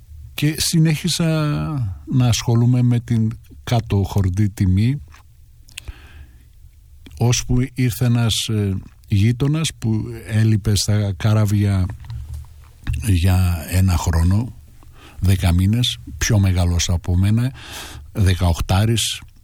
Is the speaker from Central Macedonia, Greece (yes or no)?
yes; Thessaloniki, Central Macedonia, Greece; εγώ μεγάλωσα στην Επτάλοφο στην Θεσσαλονίκη, στους Αμπελόκηπους, που ήταν μια παρακατιανή συνοικία